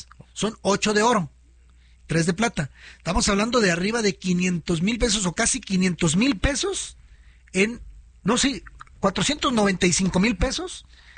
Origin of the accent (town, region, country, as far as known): Mexico